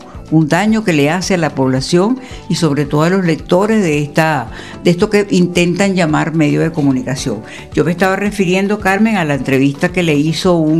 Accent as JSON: {"language": "Spanish", "country": "Venezuela"}